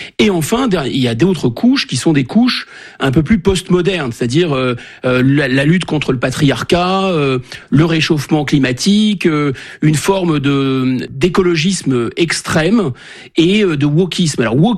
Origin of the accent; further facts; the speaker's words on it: Normandy, France; Moi, je suis un Français de Normandie. Je me retrouve dans une classe en région parisienne, à La Courneuve